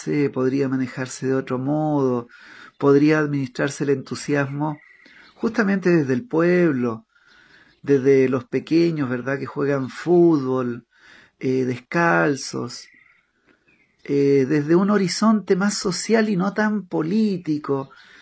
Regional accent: Chile; moved away as an adult; now in Paraguay; Ustedes saben que yo soy chileno, pero no me digan chileno a secas. Porque yo llevo 14 años viviendo en Paraguay

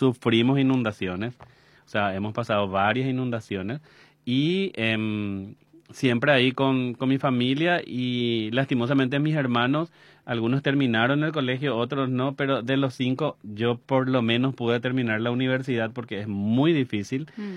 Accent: Asunción, Paraguay; la estigmatización de la gente del bañado, vos te ibas de donde sos del bañado y ya te miraban con cara

